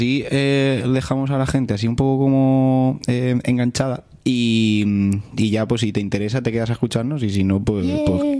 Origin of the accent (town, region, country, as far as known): Madrid, Community of Madrid, Spain; born there